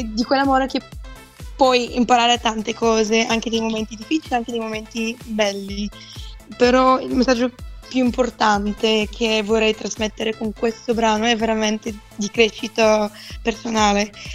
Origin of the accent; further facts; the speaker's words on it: Bulgaria; Italian is a second language; Sì, perché sono bulgara. Tutti sanno che ho imparato l'italiano due anni fa, quando ho fatto X Factor.